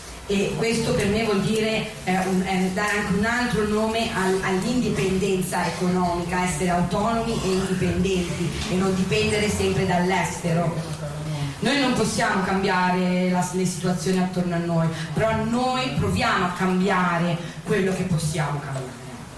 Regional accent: Palestine; Io vengo dalla Palestina

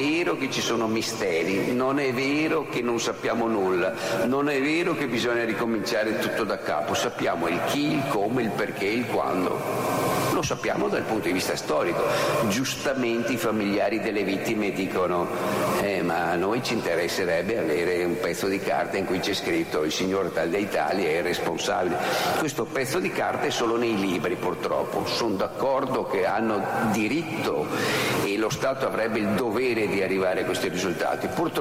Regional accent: Venice, Veneto, Italy; da veneziani, o meglio da Mestrini

